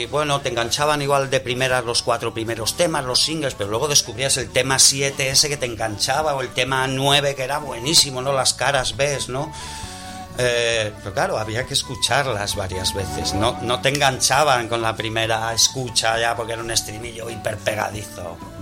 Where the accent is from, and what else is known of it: Guarnizo, Cantabria, Spain; born or raised there; moved away